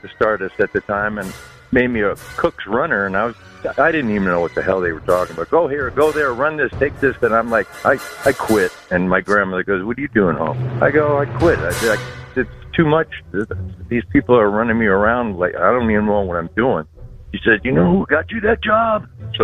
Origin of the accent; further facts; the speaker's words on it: Chicago, Illinois, United States; Just sharing that, I grew up in Chicago and related to my mom's side of the family, is related to the Chicago mob.